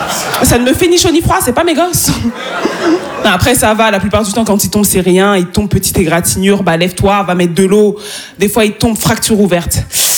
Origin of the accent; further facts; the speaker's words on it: Île-de-France, France; born there; C'est peut-être parce que je suis née dans le Val-d'Oise, connasse, hein, peut-être, c'est un indice.